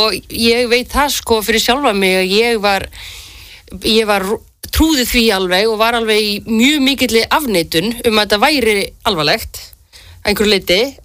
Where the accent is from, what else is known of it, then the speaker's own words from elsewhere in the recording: Grindavík, Southern Peninsula, Iceland; ég er sem sagt Grindvíkingur. Ég er að nálgast fertugt og hlakka mjög mikið til að verða fertug fljótlega. En ég er Grindvíkingur og hérna og er hluti af þeim hópi sem þurfti að rýma heimilin sín fyrir cirka 3 árum